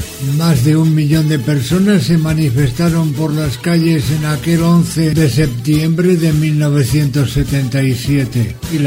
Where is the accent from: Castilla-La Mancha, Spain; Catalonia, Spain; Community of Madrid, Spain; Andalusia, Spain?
Catalonia, Spain; la llamada Diada Nacional de Cataluña, fiesta regional de mi tierra